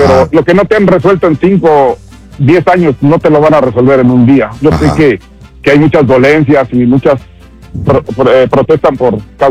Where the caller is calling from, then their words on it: Cuernavaca, Morelos, Mexico; Yo soy de ahí, de Cuernavaca, Morelos, pegadito al DF.